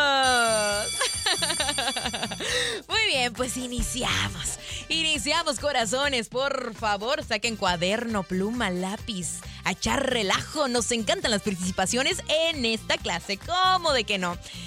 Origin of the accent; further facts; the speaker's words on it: Mexico; Porque como buen mexicano